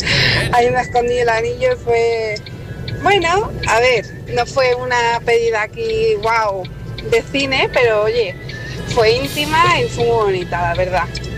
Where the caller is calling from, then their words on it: Madrid, Community of Madrid, Spain; Hola, José. Buenos días. … de Madrid.